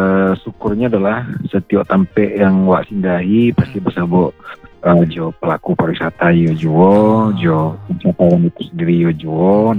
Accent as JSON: {"language": "Indonesian", "region": "West Sumatra", "country": "Indonesia", "said": "Apakah kita betul-betul orang Minang"}